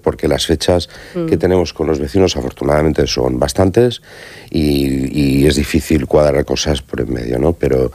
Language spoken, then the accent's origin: Spanish; Alcoy, Valencian Community, Spain; iremos a Bañeres, que es una ciudad que está cerquita de mi pueblo, en Alcoy.